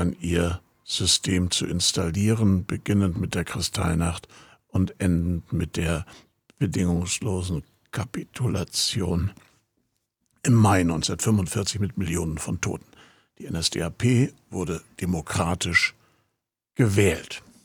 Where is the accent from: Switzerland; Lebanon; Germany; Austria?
Germany; Rostock, Mecklenburg-Vorpommern; now in Berlin, Germany; Ich komme ja aus Berlin, das wissen vielleicht die meisten. Oder ich komme nicht aus Berlin, ich komme aus Rostock, aber ich wohne da, ich bin schon ganz lange weg.